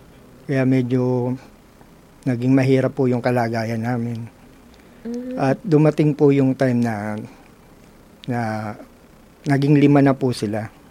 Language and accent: Tagalog; Manila, Metro Manila, Philippines; Ako po ay taga Tondo.